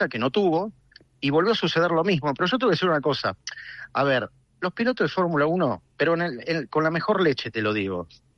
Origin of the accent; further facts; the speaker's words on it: Argentina; Pero somos divinos los argentinos.